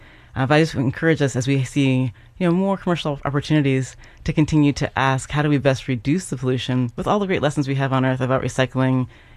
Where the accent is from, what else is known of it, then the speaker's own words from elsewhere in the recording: United States; I'm an American. I live in America.